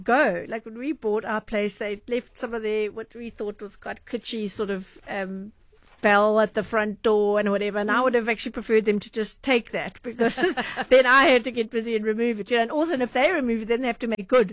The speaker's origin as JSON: {"language": "English", "town": "Durban", "region": "KwaZulu-Natal", "country": "South Africa", "also_born_or_lived": "Germany", "moved": "yes", "said": "in Durban, KZN, where I'm originally from"}